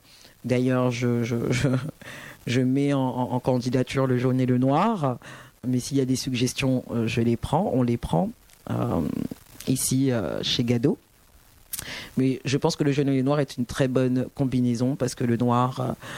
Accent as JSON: {"language": "French", "country": "France", "said": "nous sommes une ethnie française, nous sommes des Noirs en France"}